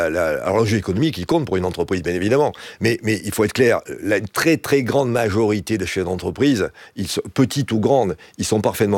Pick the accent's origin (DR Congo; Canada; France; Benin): France; South-West France